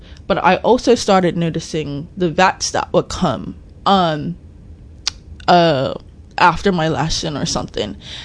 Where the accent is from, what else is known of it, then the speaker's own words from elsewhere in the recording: Hamilton Parish, Bermuda; But growing up in Shelly Bay area, it's a stables actually right around the corner from my house.